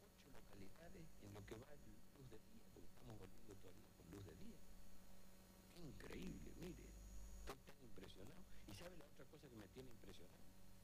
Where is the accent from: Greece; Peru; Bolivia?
Greece; Sé que no se funciona, que soy nacido griego. Estoy orgulloso de eso.